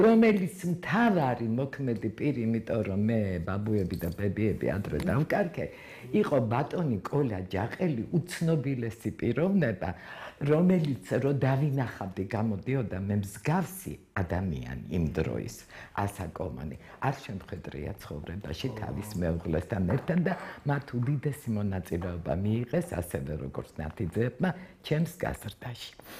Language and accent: Georgian; Tbilisi, Georgia; მრავალუბნელი ვარ. დავიბადე ბელინსკის ქუჩაზე. 22 ნომერში.